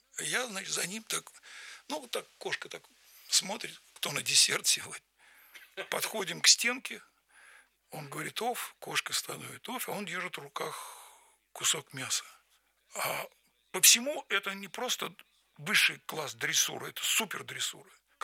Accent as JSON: {"language": "Russian", "region": "Moscow", "country": "Russia", "tie": "born or raised there", "said": "Вырос я в Москве, учился в одной школе с Леней Якубовичем, друг моего детства."}